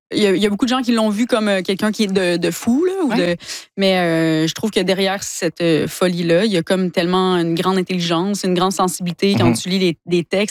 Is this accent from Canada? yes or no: yes; Quebec, Canada; born or raised there